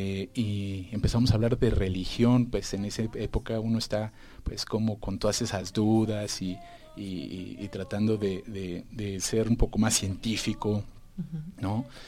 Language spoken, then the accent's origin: Spanish; Mexico; como ya lo saben, soy mexicano. Yo vengo de una familia muy tradicional, pero cuando digo tradicional es porque toda mi familia ha sido católica, porque mis papás son católicos, porque mis abuelos son católicos